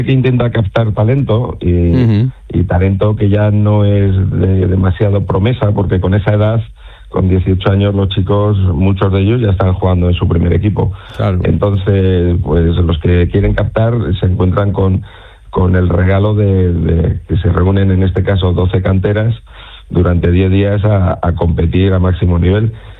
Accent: Córdoba, Andalusia, Spain; born there; toda la familia estuvimos viviendo aquí en Córdoba. Yo me acuerdo que iba al colegio de La Salle

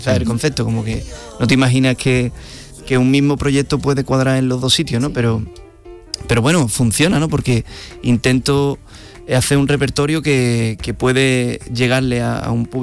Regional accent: Utrera, Andalusia, Spain; Por supuesto, en mi tierra, en Utrera, en Sevilla.

